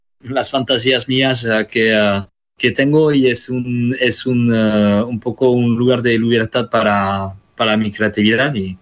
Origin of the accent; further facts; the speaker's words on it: Basque Country, Spain; Bueno, pues como has dicho, yo vengo del País Vasco